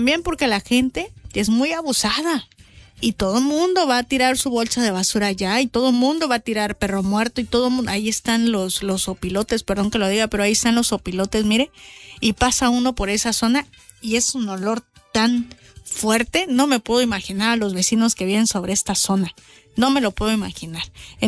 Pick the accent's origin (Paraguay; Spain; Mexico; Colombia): Mexico; Mapastepec, Chiapas; somos buenos mapanecos o somos muy buenos mexicanos